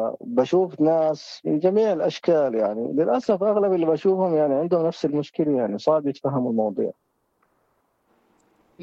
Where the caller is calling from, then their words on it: Jordan; عندنا بالأردن